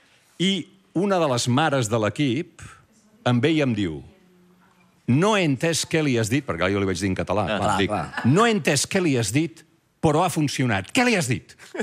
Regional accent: Barcelona, Catalonia, Spain; Vinc de Barcelona, perdona.

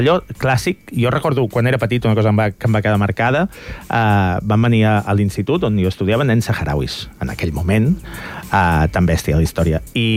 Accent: Sabadell, Catalonia, Spain; Jo a vegades ho dic que soc de Sabadell, aquí al programa.

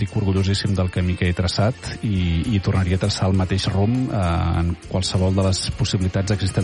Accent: Catalonia, Spain; I, en definitiva, com a catalans, cal celebrar que una proposta de música catalana doncs, tingui aquest

